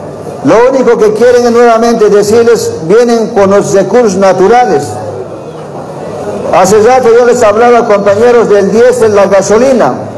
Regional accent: Bolivia

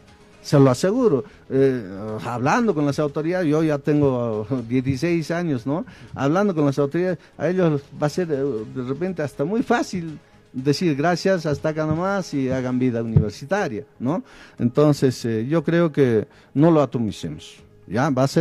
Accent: Apurímac, Peru; yo soy de parte de Coyurqui, de repente más coyurquino que cotabambino, del nacimiento cotabambino de mis padres coyurquinos.

